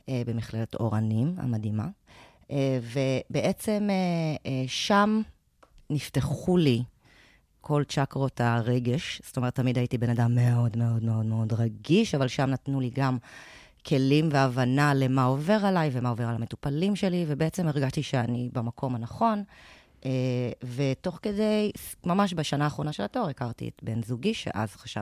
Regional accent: Hod HaSharon, Central District, Israel; born there; נולדתי בעוד השרון

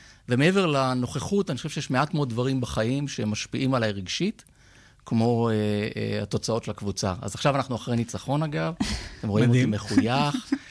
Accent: Holon, Tel Aviv District, Israel; born there; ואם גדלת בחולון, אז אתה יודע שבאמת אולם הפחים היה אחד ממרכזי העיר. ובאמת החיים שלנו התנהלו, אני יכול להגיד, כבני נוער שם.

